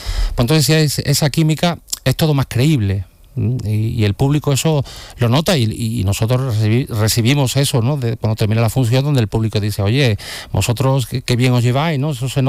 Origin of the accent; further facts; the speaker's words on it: Jerez de la Frontera, Andalusia, Spain; yo estoy muy agradecido a mi tierra, Jerez de la Frontera, como me ha aceptado, ¿no? No es normal que un cantante... Mi tierra es tierra de flamenco, de toreros, de caballos, de vinos, y que sea un cantante lírico